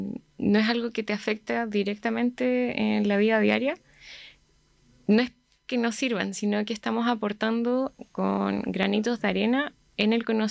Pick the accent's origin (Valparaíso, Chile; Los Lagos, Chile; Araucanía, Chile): Los Lagos, Chile; Osorno; moved away as an adult; also born or lived in Puerto Varas; now in Santiago, Chile; yo soy de acá, de Osorno. O sea, en realidad nací en Puerto Varas, pero estudié hasta los 18 años acá en Osorno, en el Liceo Carmela Carvajal de Prat.